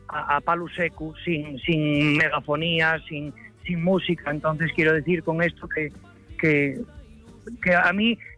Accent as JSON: {"language": "Spanish", "region": "Asturias", "country": "Spain", "said": "soy un asturiano enamorado de una copla. No soy del sur, ni soy poeta, ni en mis raíces hay sangre flamenca"}